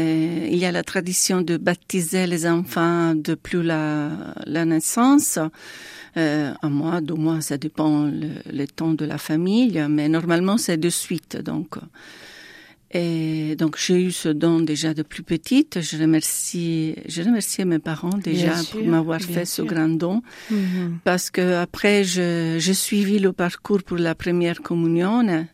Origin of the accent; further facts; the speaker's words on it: Italy; French is a second language; moved away as an adult; now in France; je suis italienne. J'habite en France, ça fait 13 ans déjà. Je viens d'une famille chrétienne catholique et j'ai grandi à pain et films religieux et spirituels